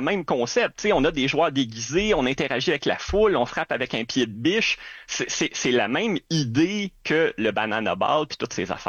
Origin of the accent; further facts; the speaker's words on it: Quebec, Canada; Chez nous, au Québec